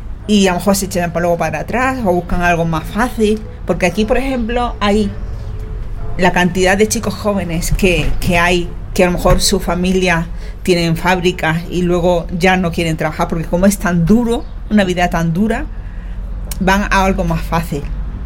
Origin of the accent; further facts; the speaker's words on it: Cádiz, Andalusia, Spain; El ser reconocida en mi tierra.